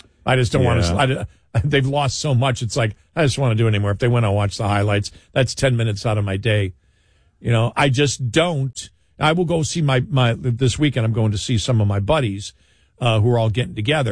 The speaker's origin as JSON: {"language": "English", "town": "Buffalo", "region": "New York", "country": "United States", "tie": "born or raised there"}